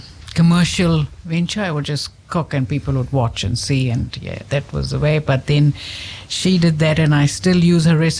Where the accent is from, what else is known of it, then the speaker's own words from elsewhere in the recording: Maharashtra, India; So our Indian education system makes sure that we know English, because we're in an English medium school.